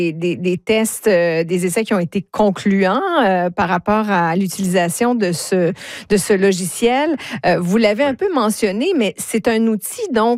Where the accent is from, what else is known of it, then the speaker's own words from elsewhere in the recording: New Brunswick, Canada; chez nous, au Nouveau-Brunswick